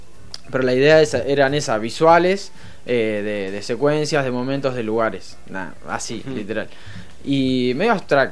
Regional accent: La Plata, Buenos Aires Province, Argentina; Yo soy de La Plata, sí, okay, sí. De Alto de San Lorenzo. Bien. Ahora estoy en Los Hornos. Pero me crié en Alto de San Lorenzo.

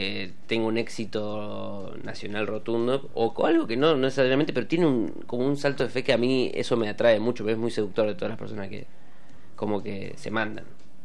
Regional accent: Santa Fe, Argentina; now in La Plata, Argentina; ella es de Tres Arroyos, yo soy de Santa Fe

